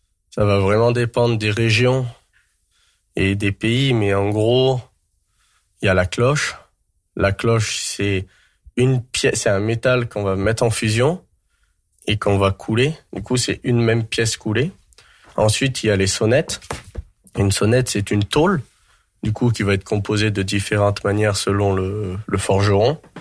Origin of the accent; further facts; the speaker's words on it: Grenoble, Auvergne-Rhône-Alpes, France; j'ai grandi à Grenoble. J'étais dans des quartiers.